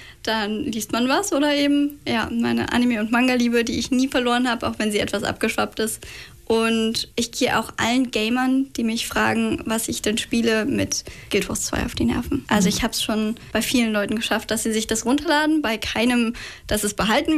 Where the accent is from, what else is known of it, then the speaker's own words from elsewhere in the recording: Senftenberg, Brandenburg, Germany; Also ich komme so ein bisschen von überall und ist immer schwierig zu sagen, wo mein Zuhause ist, wo ich herkomme. Ich weiß es nicht, aber aus Senftenberg.